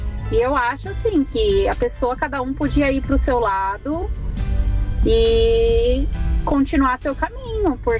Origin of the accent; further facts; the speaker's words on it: São Paulo, Brazil; Sou da cidade de São Paulo, motorista de aplicativo.